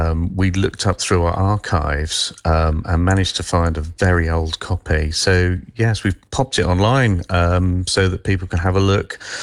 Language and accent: English; Nottingham, East Midlands, United Kingdom; And we said, oh, we're from Nottingham. We can do this for you.